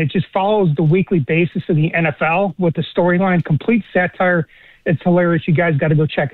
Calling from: Raleigh, North Carolina, United States; I'm from Raleigh, man.

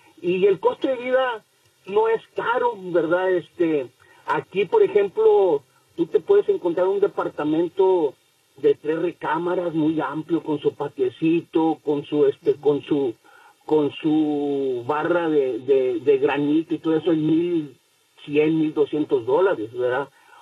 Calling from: McAllen, Texas, United States; de McAllen, Texas.

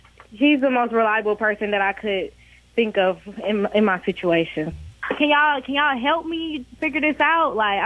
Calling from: Atlanta, Georgia, United States; Hey, this is … from Atlanta.

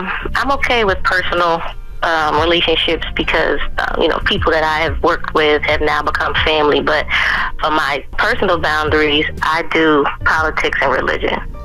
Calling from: Oklahoma City, Oklahoma, United States; I'm calling from Oklahoma City.

